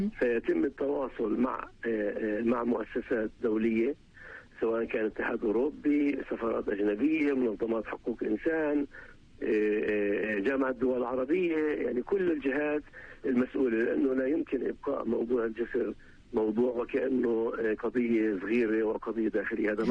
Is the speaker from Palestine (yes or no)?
yes; Palestine; أنا مواطن فلسطيني